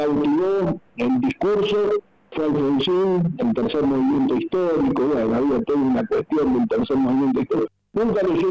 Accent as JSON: {"language": "Spanish", "town": "Quilmes", "region": "Buenos Aires Province", "country": "Argentina", "said": "yo soy de Quilmes, yo de Gran Buenos Aires"}